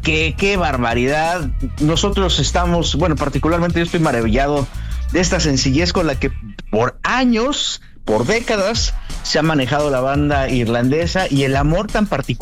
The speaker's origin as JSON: {"language": "Spanish", "country": "Mexico", "said": "el reconocimiento que tiene nuestra sociedad, que tenemos como mexicanos, y evidentemente de la grandeza que hay en nuestro país"}